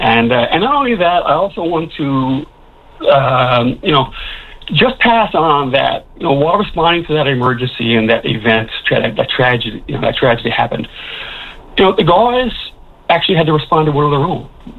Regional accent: Gander, Newfoundland and Labrador, Canada; I come from Wight and Gander

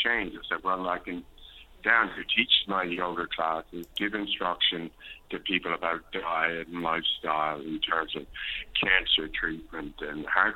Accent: Placentia, Newfoundland and Labrador, Canada; my hometown, Point Presentia, very beautiful body ocean

